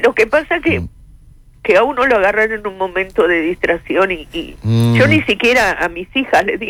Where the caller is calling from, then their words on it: Montevideo, Uruguay; pues yo vivo en Colón